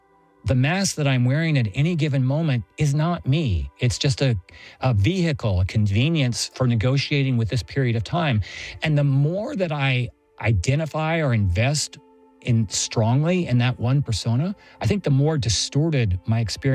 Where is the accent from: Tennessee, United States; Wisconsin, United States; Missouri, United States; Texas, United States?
Texas, United States; Houston; I grew up in Texas, and even though I grew up in Houston, I never felt a strong identity of Texan.